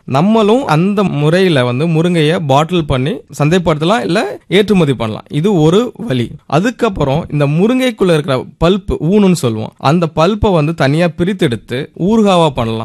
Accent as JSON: {"language": "Tamil", "town": "Vedasandur", "region": "Tamil Nadu", "country": "India", "said": "திண்டுக்கல் மாவட்டம் வேடசந்தூர்லேருந்து வந்தேன். என்னோட சின்ன வயசில் என்னோட தோட்டத்தில் நான் பார்த்த அனுபவத்தினால தான்"}